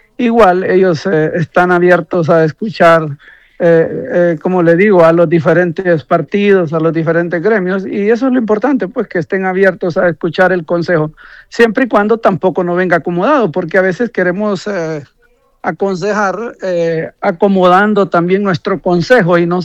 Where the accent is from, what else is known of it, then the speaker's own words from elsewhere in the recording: Honduras; nuestra nación de Honduras